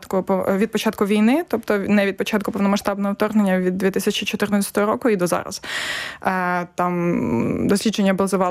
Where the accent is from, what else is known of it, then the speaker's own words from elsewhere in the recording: Volyn Oblast, Ukraine; я з Волинської області, теж ми аналізували, скільки жінок голів громад, там, то з 54 було 7 жінок